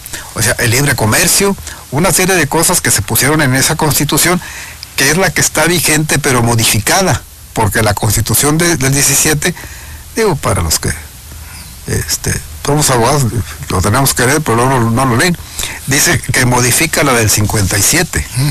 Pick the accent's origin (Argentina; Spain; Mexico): Mexico; nosotros como mexicanos decidimos construir un país.